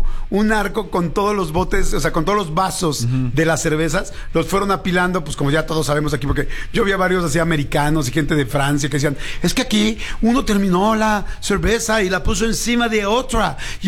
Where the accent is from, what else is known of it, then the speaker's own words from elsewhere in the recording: Mexico; para los que ya estamos más grandes, la última oportunidad de tener un mundial en nuestro país para gente como yo, que ya estoy en el quinto piso